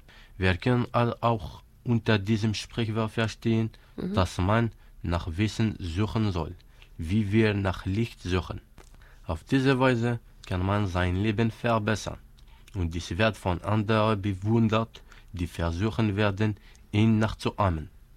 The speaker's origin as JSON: {"language": "German", "country": "Algeria", "first_language": "Kabyle", "second_language": "German", "said": "ich komme aus Algerien. Meine Muttersprache ist Kabelisch."}